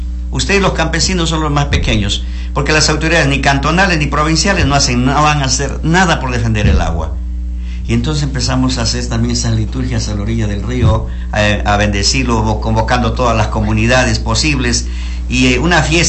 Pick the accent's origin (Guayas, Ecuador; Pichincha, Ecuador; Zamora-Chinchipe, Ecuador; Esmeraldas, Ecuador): Zamora-Chinchipe, Ecuador; Paquisha; Yo soy nativo de Paquisha, provincia de Zamora Chinchipe.